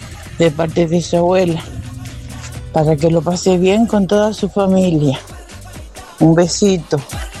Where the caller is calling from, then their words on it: Güímar, Canary Islands, Spain; llamo de Guima